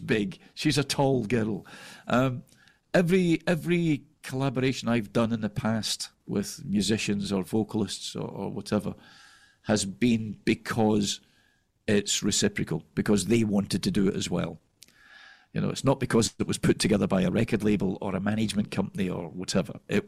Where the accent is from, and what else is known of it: Scotland, United Kingdom